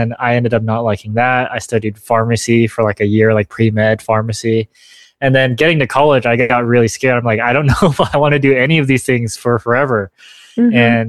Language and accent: English; Albuquerque, New Mexico, United States; I was born in Albuquerque. My parents are originally from Vietnam, but I was born here in Albuquerque, so born and raised.